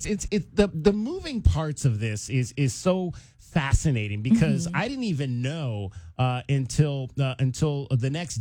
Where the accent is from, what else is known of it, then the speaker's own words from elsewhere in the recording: Cleveland, Ohio, United States; Shout out to you for posting pictures from Cleveland, my hometown